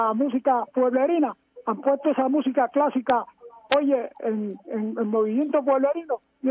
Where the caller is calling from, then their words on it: Carolina, Puerto Rico; Hola, hola … de Carolina.